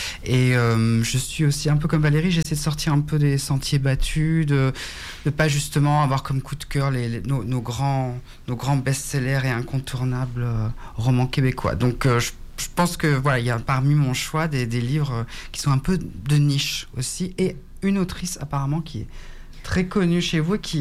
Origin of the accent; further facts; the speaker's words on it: Paris, Île-de-France, France; moved away; comme je suis français et que je viens de Paris